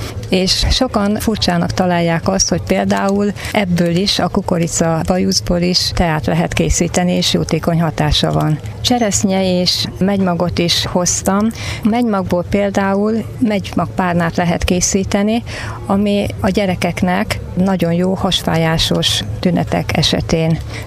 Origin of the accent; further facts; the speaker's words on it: Hungary; ha már magyarok vagyunk